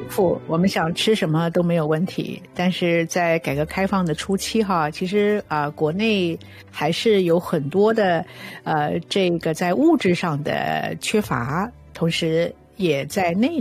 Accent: Chengdu, Sichuan, China; 就给我推我的家乡成都

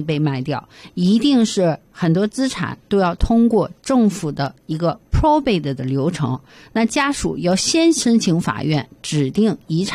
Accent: China; now in Canada; 咱中国人

